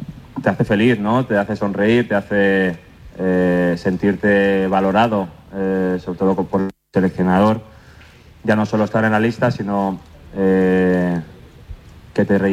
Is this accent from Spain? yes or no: yes; Spain; now in United Kingdom; Yo siempre me siento español, siempre he querido representar a España